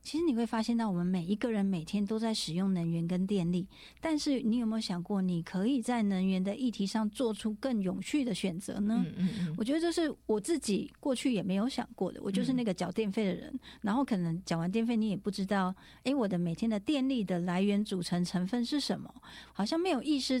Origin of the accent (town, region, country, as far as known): Taiwan